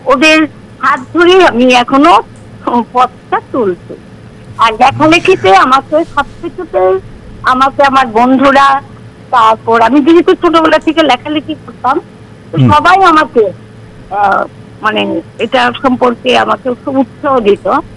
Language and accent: Bangla; Agartala, Tripura, India; আমি আগরতলার এই মেয়ে, আমার বাড়ি রামনগর 3 নম্বর। … যার ওরসে আমি জন্মেছি।